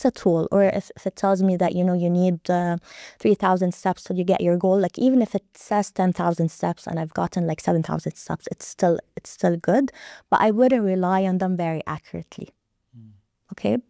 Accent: Lebanon; We are proudly Mediterraneans as Lebanese, okay?

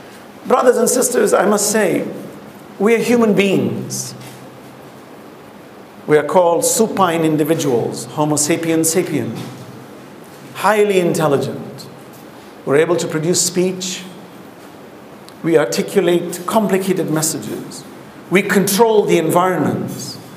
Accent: Dar es Salaam, Tanzania; I remember when I grew up in Dar es Salaam, we used to play marbles outside.

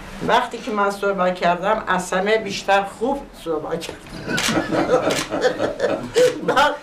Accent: Iran; مسلمان مسیحی همه ما یکی هستیم، ما ایرانی هستیم.

